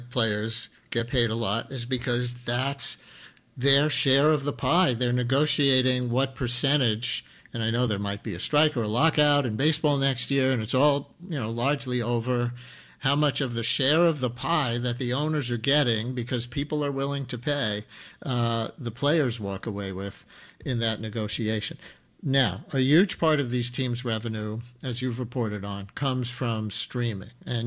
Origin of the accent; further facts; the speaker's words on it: Queens, New York, United States; Hey, I grew up in Queens. I love the Mets.